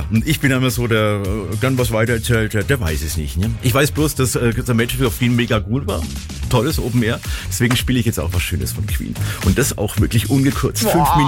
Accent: Kronach district, Bavaria, Germany; Ich komme aus dem Kronheil-Landkreis

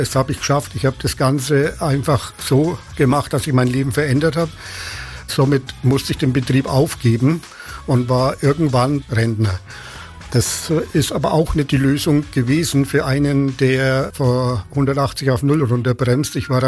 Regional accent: Gefrees, Bavaria, Germany; Ich komme aus Gefrees, bin verheiratet mit der Ecke, habe 2 Kinder und 2 Enkelkinder.

